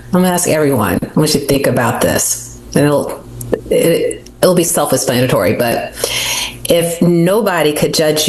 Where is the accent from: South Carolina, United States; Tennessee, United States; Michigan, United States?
South Carolina, United States; I grew up in South Carolina in a house full of boys.